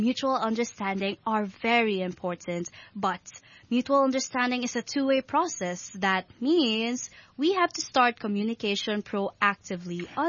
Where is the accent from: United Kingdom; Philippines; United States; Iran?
Philippines; moved away as an adult; now in Hong Kong; I'm the host … I'm a Filipina.